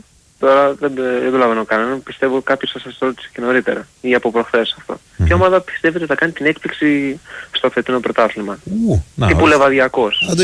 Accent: Chania, Crete, Greece; now in Thessaloniki, Greece; Όχι, κανονικά είμαι από Χανιά. Αυτή τη στιγμή ομιλώ από Χανιά. Τις περισσότερες φορές θα με ακούτε από Θεσσαλονίκη.

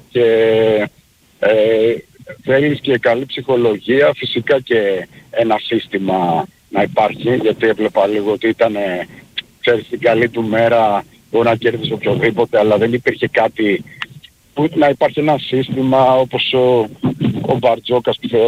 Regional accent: Petroupoli, Attica, Greece; Είμαι από Πετρούπολη.

